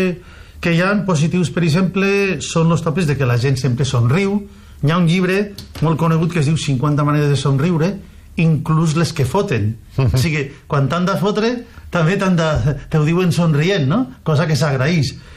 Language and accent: Catalan; Vinaròs, Valencian Community, Spain; born there; el que vaig néixer a Vinaròs i me sento profundament vinarossenc, pues estic poc temps aquí.